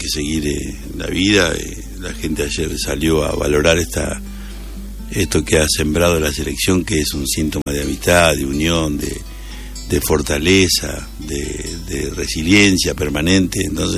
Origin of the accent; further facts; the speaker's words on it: Argentina; los argentinos somos así.